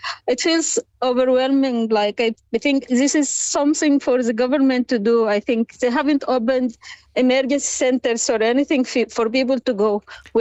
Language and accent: English; Sudan; moved away; I am from Sudan myself